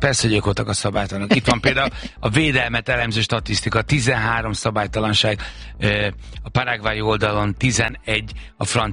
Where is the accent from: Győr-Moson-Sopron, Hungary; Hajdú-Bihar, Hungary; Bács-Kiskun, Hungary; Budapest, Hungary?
Budapest, Hungary; Én a kilátótéren nőttem fel, meg Zuglóban